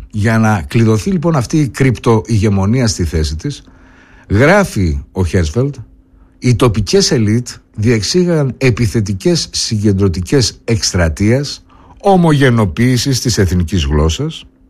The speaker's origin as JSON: {"language": "Greek", "town": "Thessaloniki", "region": "Central Macedonia", "country": "Greece", "accent": "Attic dialect", "said": "Έτσι και να είμαι Θεσσαλονικιός που είχα Αττική διάλεκτο και μου λέγανε, πού είσαι από Θεσσαλονίκη? Αποκλείεται να είσαι Θεσσαλονίκη, δεν έχεις το λό, δεν το χαλαρώ."}